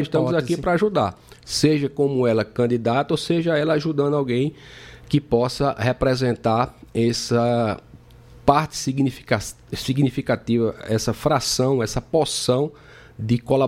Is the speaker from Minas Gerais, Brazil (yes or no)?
no; Campina Grande, Paraíba, Brazil; also born or lived in Esperança; Eu sou nasci em Esperança, mas me considero campinense porque eu vim morar aqui em Campina Grande com meus 7 anos de idade.